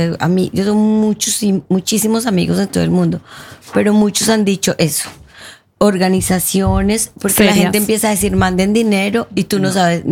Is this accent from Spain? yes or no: no; Colombia; Yo nunca había estado. Yo soy colombiana, nunca había estado.